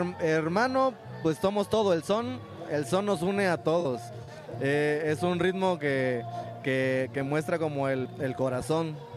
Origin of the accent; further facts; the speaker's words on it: Acapulco, Guerrero, Mexico; venimos pues desde Acapulco, compañero.